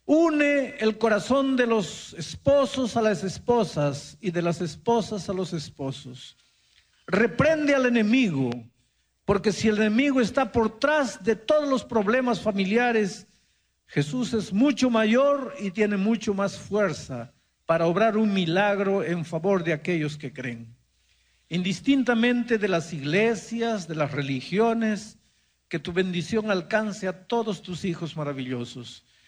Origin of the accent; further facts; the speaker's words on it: Mexico; Pero resulta que los mexicanos no hablamos ni griego, ni hebreo, ni arameo.